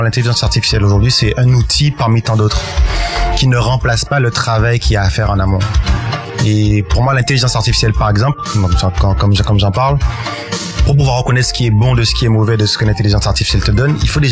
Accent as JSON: {"language": "French", "country": "Guadeloupe", "tie": "born or raised there", "said": "Je suis né ici, j'ai grandi ici."}